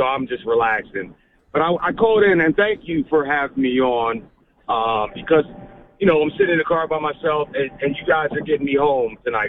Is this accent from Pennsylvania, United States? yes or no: yes; Pennsylvania, United States; I'm actually in South Carolina, but I'm from Pennsylvania.